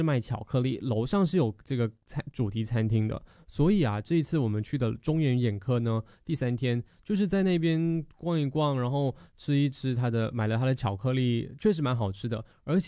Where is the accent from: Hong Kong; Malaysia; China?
Malaysia; 它其实算是一个对于我们马来西亚人来说，新村是我们华人居住的一个地方，在二战时期。